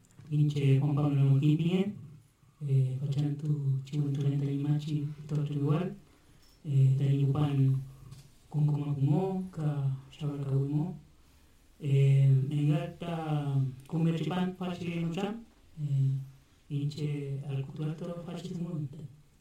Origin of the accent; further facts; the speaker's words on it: San Juan de la Costa, Los Lagos, Chile; hoy día vengo acompañando a Imachi y también vengo de San Juan de la Costa, de Osorno